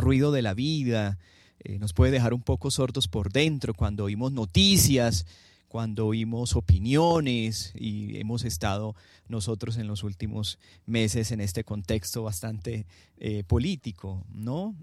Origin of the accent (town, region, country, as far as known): Colombia